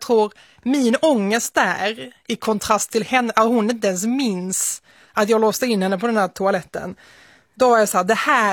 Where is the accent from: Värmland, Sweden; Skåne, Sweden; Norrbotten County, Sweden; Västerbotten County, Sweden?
Skåne, Sweden; Malmö; also born or lived in Nötesjö; Utanför Svedala, som heter Nötesjö, en liten by. Och sen så flyttade jag in till Malmö när jag var 5 år gammal ungefär. Men de mina första år i livet växte jag upp där ute.